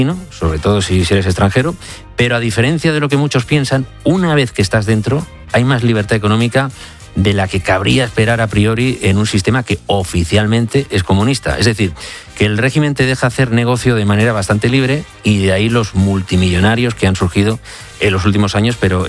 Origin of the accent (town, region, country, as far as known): Mediterranean coast, Spain; born there; now in Madrid, Spain